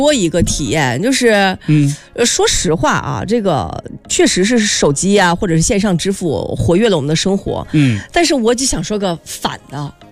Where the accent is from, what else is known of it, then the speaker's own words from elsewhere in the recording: China; 我觉得对于我们中国人而言是一件非常幸运的事情